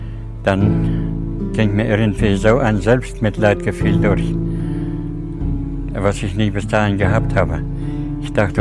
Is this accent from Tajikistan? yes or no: yes; Tajikistan; German is a second language; Ich komme aus Tadschikistan und bin dort auch geboren, an die 1937. Und meine Eltern wurden dort hingesiedelt, also zwangsmäßig, an die 35.